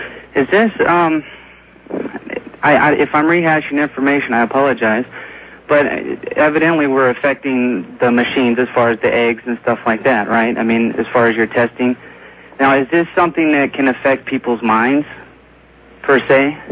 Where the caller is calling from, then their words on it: Gilbert, Arizona, United States; I'm in Gilbert, Arizona.